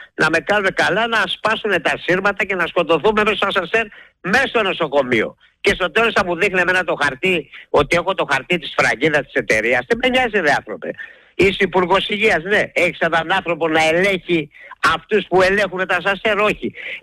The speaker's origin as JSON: {"language": "Greek", "country": "Greece"}